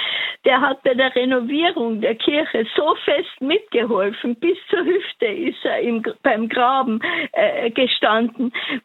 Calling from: Innsbruck, Tyrol, Austria; Ich bin aus der Pfarre Allerheiligen in Innsbruck.

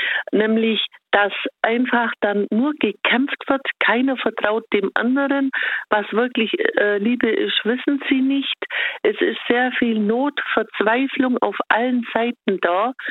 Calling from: Bavaria, Germany; Ich bin aus Bayern, Deutschland.

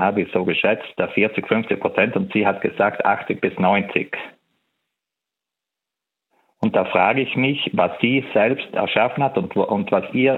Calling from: Trentino-Alto Adige, Italy; Ich bin ein Südtiroler, also nicht so weit weg.

